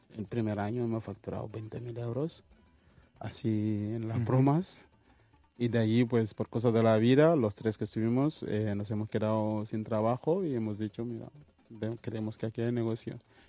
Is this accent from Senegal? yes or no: yes; Casamance, Senegal; Catalan is a second language; now in Catalonia, Spain; Jo soc del Casamàs